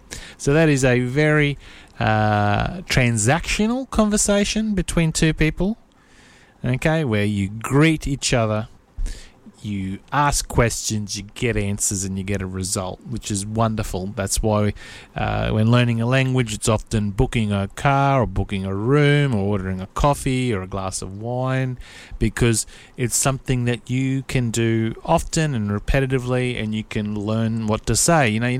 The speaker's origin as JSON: {"language": "English", "country": "Australia", "said": "So obviously we speak English in Australia"}